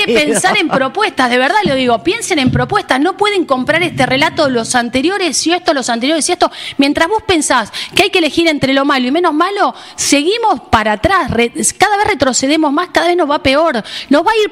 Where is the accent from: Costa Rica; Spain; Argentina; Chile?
Argentina; nosotros como argentinos nos queda mucho por aprender.